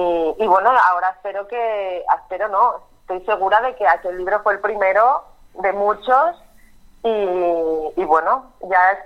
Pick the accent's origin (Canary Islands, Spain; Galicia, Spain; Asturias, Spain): Asturias, Spain; yo soy de Asturias, y aquí los diminutivos se hacen así